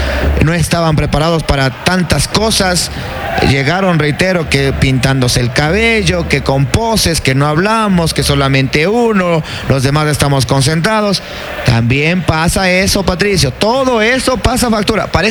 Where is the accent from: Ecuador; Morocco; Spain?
Ecuador; born there; yo le quiero a esta patria, le quiero a este país. Es donde yo vivo, donde yo nací, donde yo trabajo, donde yo tengo el pan de cada día.